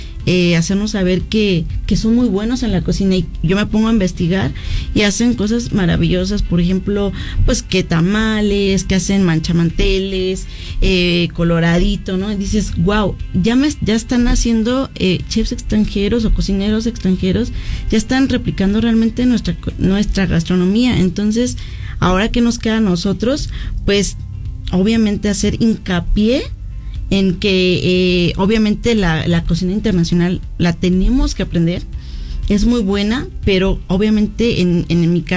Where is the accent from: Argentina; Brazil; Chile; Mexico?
Mexico